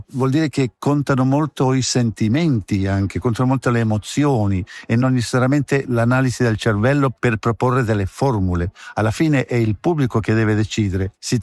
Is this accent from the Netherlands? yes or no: no; Chile; moved away; Ciò che io ho vissuto come cileno, come rifugiato